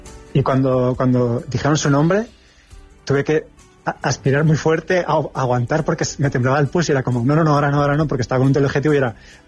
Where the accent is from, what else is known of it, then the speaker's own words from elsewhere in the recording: Aragon, Spain; moved away; que es de mi tierra